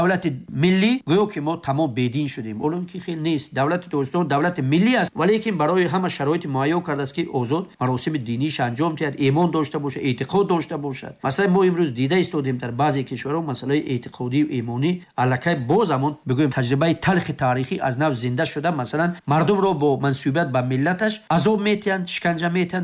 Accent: Tajikistan; من تاجیک تولد شدم، خب کجای بروم اگر من تاجیک هستم؟ در چین هم زندگی کنم من تاجیک هستم، در امریکا هم زندگی کنم من تاجیک هستم

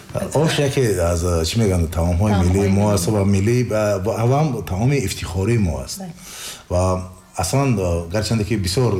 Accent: Tajikistan; بگذار معین شود که تاجیکستان یعنی که من تاجیک هم تاجیک بودنم معین شود. من این هویت من است. من همیشه کوشش میکنم که از تاجیک بودنم تاکید کنم

